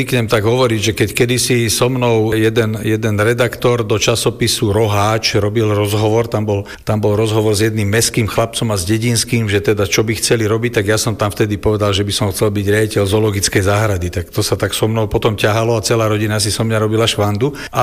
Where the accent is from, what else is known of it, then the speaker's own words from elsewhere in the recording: Naháč, Trnava Region, Slovakia; moved away as an adult; also born or lived in Smolenice / Zvolen; now in Považská Bystrica, Slovakia; tak som sa narodil v Smoleniciach, tam po podhorí bola tá cesta priechodná a v podstate do vysokej školy som do ukončenia vysokej školy som žil v Naháči spolu s rodičmi